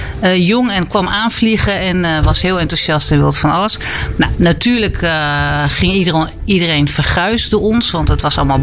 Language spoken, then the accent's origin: Dutch; Amstelveen, North Holland, Netherlands; now in Aalsmeer, Netherlands; Ik ben van origine, kom ik uit Amstelveen.